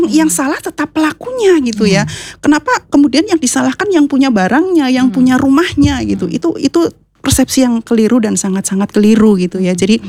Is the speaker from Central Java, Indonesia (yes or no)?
yes; Purwojati, Central Java, Indonesia; now in Purwokerto, Indonesia; saya aslinya dari Purwojati.